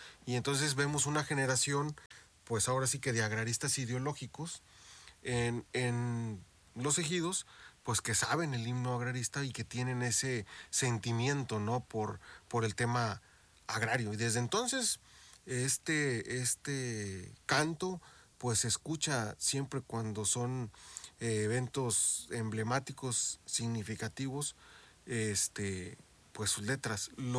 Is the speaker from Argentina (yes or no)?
no; Mexico; nuestra historia como mexicanos